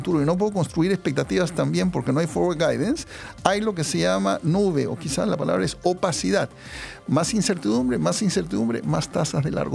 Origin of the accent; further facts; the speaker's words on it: Chile; nosotros que somos chiquititos y estamos al otro lado del mundo, cerca de los pingüinos